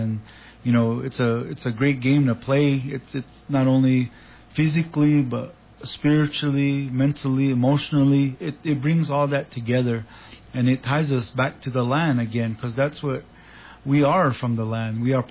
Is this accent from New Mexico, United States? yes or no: yes; Tamaya, New Mexico, United States; It's just my perspective as growing up on Tamaya, at Tamaya, and just reflecting back what I was taught from my ancestors